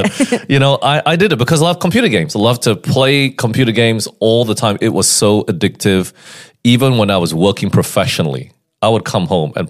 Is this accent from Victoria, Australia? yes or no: yes; Melbourne, Victoria, Australia; born there